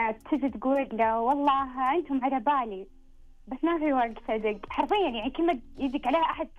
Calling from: Riyadh, Riyadh Province, Saudi Arabia

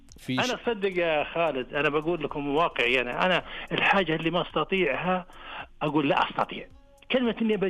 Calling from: Riyadh Province, Saudi Arabia; انا اكلمك من محافظه حوطه بيتي

